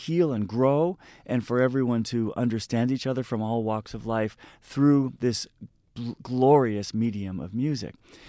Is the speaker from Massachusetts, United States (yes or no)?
yes; Boston, Massachusetts, United States; moved away as an adult; now in Chicago, United States; Well, sure. I'm from Boston. I grew up there. I moved to Chicago about 10 years ago.